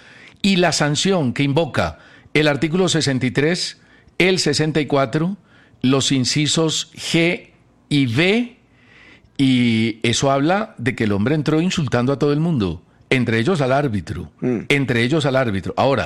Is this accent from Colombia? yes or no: yes; Colombia; Somos colombianos.